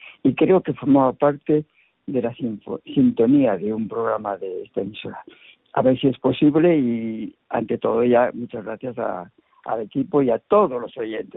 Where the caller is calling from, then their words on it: Burgos, Castile and León, Spain; de Burgos.